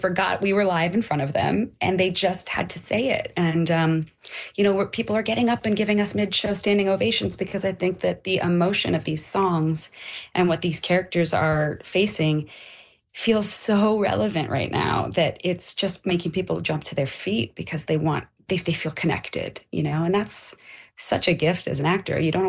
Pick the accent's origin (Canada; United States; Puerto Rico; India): Canada; And we were like, we need to do some stuff in Canada and come back and sing for our Canadian folks.